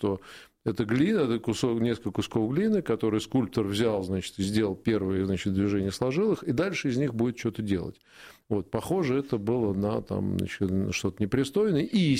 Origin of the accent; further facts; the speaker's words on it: Moscow, Russia; я как москвич